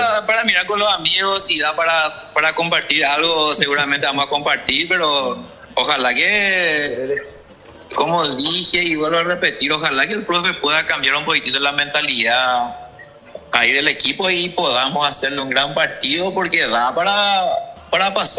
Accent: Paraguay

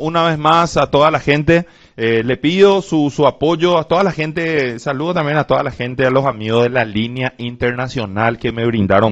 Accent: Pedro Juan Caballero, Amambay, Paraguay; nacido y crecido en Pedro Juan Caballero.

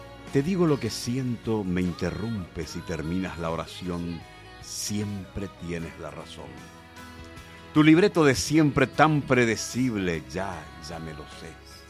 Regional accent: Paraguay; Yo soy hijo de brasileño. Yo soy paraguayo, más paraguayo que la marihuana.

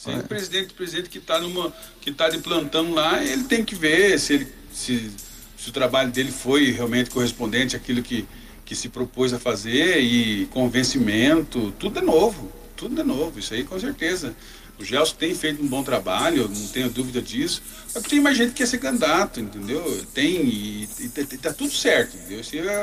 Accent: Brazil; nós somos brasileiros

